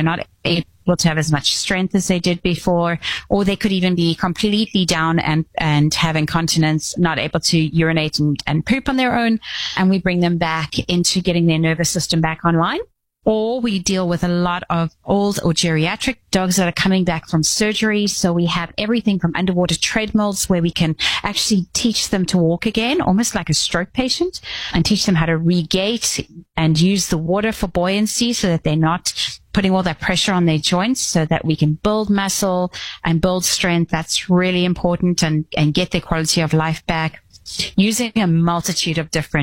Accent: South Africa; So I'm from the deep south. I'm from South Africa.

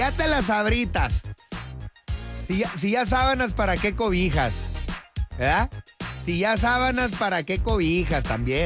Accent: Mexico; Y soy mexicano y me gusta

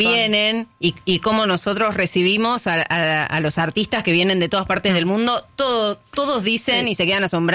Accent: Argentina; como argentino. Vas a otro país y te recibe un argentino y es como si fuera tu hermano

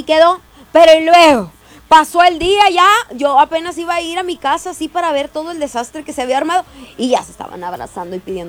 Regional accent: Mexico; Y a fuerza nosotros como mexicanos te decimos más cosas porque sabemos que te molesta.

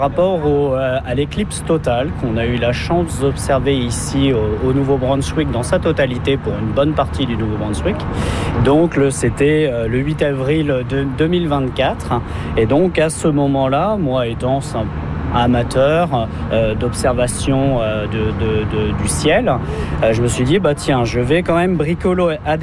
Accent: France; Moi, je suis originaire de France et on a beaucoup d'observatoires à disposition, surtout l'été et surtout dans le sud de la France

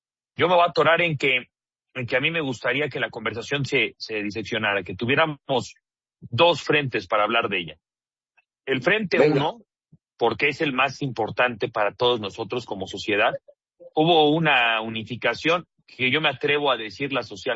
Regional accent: Mexico; Había una necesidad, teníamos una necesidad como mexicanos socialmente, el volvernos a contar algo diferente a lo que hemos vivido en los últimos años.

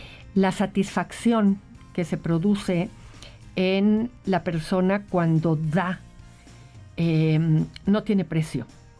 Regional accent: Mexico; nos tenemos que felicitar como mexicanos

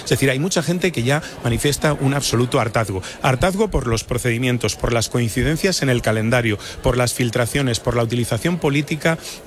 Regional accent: Catalonia, Spain; Yo soy catalana como tú

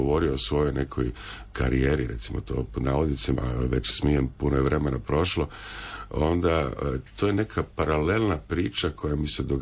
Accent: Osijek, Osijek-Baranja County, Croatia; now in Dubrovnik, Croatia; ja sam rodom iz Osijeka, pa kad sam kao mlađi se vraćao kao student u Osijek

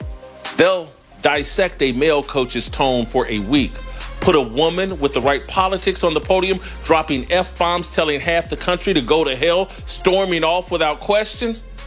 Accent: Indianapolis, Indiana, United States; my hometown of Indianapolis.

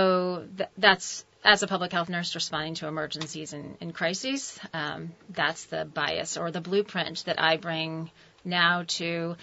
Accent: Washington, District of Columbia, United States; now in Vermont, United States; I grew up in Washington, D.C.

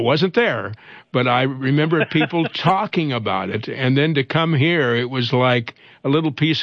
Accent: Iowa, United States; also born or lived in Texas Panhandle; Well, actually, I'm from Iowa, but we spent 14 years in the Texas Panhandle, did television there

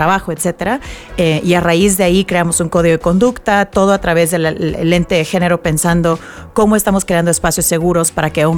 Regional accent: Mexico; moved away; Como mexicana lo siento, lo veo, lo vivo, lo respiro, a pesar de que ahora vivo fuera del país.

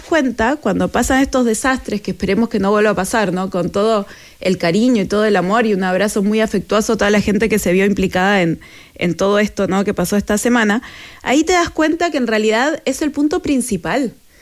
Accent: Chile; que seamos inteligentes como chilenos y evitemos esto antes de que suceda, ¿no?

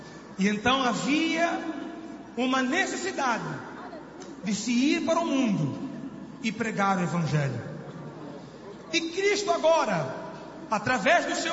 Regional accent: Mozambique; Eu sou de Moçambique. Moçambique é um dos 52 países da África.

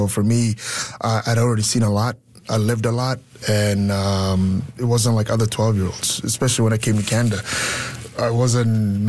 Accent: Kakuma, Turkana County, Kenya; I came from Kakuma Refugee Camp, which is, for me now sitting here, it's a far, far, far place, and it's almost like a place that doesn't exist. But my early childhood was, I would say, tough in a lot of ways

